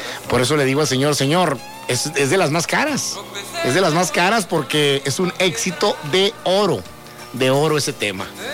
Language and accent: Spanish; Mexico; Fíjate que sí tengo, soy mexicano.